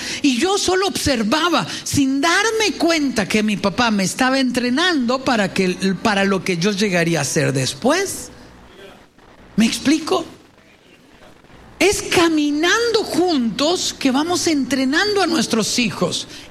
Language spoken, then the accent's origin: Spanish; Cañas, Guanacaste, Costa Rica; yo soy el hijo de Toño y Adela, de Cañas, de un pueblo pequeño, de una familia pobre